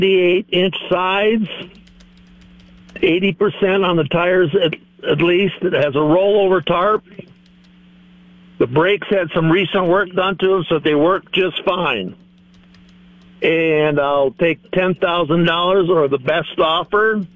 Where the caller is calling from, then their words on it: Mount Vernon, United States; from Mount Vernon.